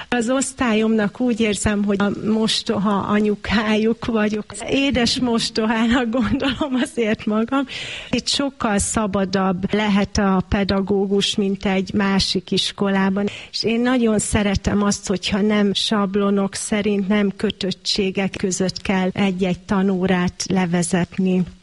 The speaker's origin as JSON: {"language": "Hungarian", "town": "Zaránk", "region": "Heves", "country": "Hungary", "tie": "born or raised there", "also_born_or_lived": "Kuwait", "moved": "as an adult", "lives_now": "Eger, Hungary", "said": "Én Heves megyében nőttem fel, három településsel arrébb Zaránkon. Amikor Kuvaitban elhatároztam, hogy hazatelepülök"}